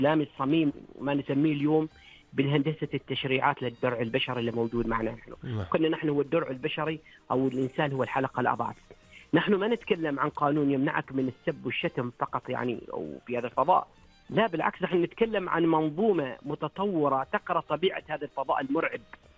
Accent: Oman; الاجهزه الامنيه عندنا في سلطنة عمان استاذ ياسر ما شاء الله تتسابق بخطواتها.

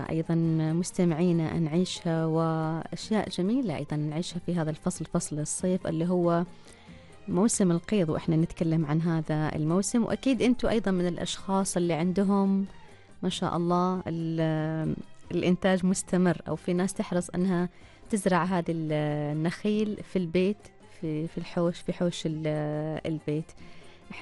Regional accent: Oman; لدينا جميعا كعمانيين

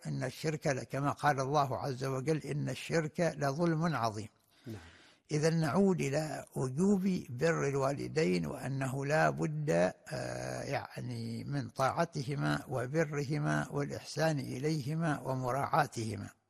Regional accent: Oman

